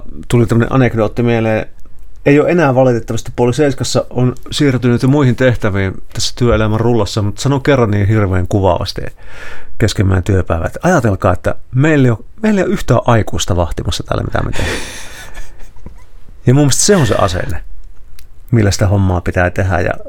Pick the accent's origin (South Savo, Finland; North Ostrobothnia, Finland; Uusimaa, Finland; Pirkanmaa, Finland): South Savo, Finland; Pieksämäki; moved away; mä Pieksämäältä kotoisin ja Pieksämäellä oli paikallisradio.